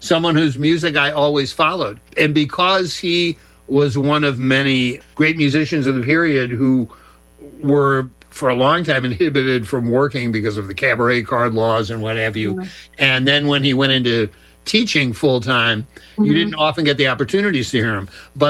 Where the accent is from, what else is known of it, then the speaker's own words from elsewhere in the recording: St. Louis, Missouri, United States; I grew up in St. Louis, suburb of St. Louis